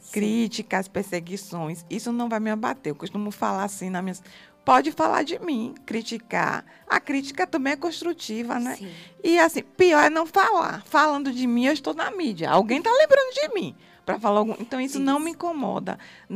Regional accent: Camaçari, Bahia, Brazil; somos de Camaçari

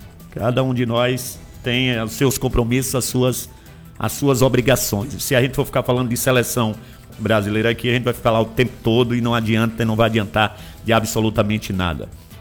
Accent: Brazil; Claro que a gente como brasileiro, a gente torce, não é?

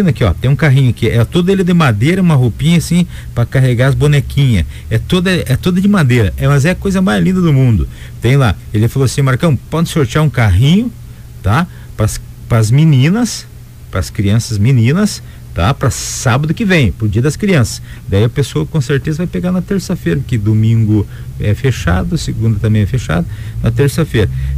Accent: Brazil; a gente é brasileiro

